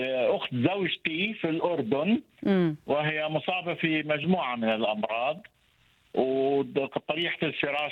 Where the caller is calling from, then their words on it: Germany; من ألمانيا.